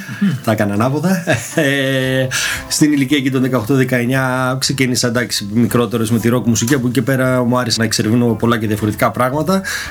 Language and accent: Greek; Ioannina, Epirus, Greece; also born or lived in Ravenia, Dodoni; Υπηρώτης και εγώ. Υπηρώτης. Από τα Ραβένια Δοδόνης. Ναι, μεγάλο γεννήθηκα στα Γιάννα, βέβαια. Εδώ πέρα.